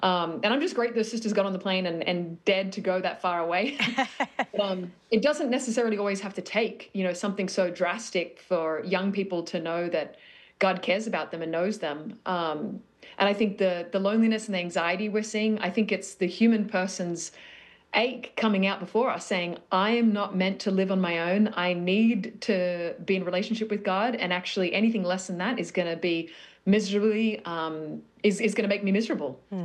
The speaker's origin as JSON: {"language": "English", "country": "Australia"}